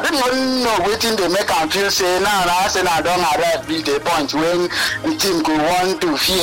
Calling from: Calabar, Cross River, Nigeria; I'm calling from Calabar South.

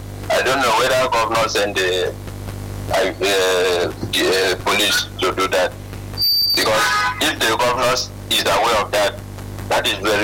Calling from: Nigeria; I come from Kalawa.

